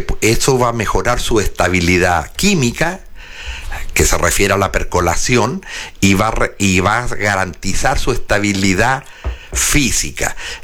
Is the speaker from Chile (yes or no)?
yes; Chile; somos los mineros chilenos